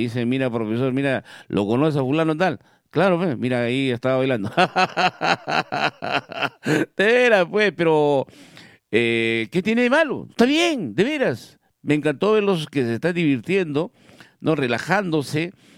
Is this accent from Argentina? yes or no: no; Villa Rica, Pasco, Peru; Buenos días, Villarrica, ¿cómo está mi tierra querida? La tierra del café más fino del mundo, ¿no?